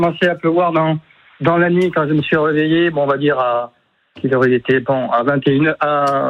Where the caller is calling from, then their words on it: Claret, Occitanie, France; Je suis à Claret dans ma maison